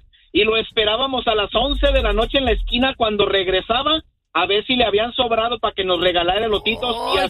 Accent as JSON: {"language": "Spanish", "town": "Tlaquepaque", "region": "Jalisco", "country": "Mexico", "tie": "born or raised there", "moved": "yes", "lives_now": "Las Vegas, United States"}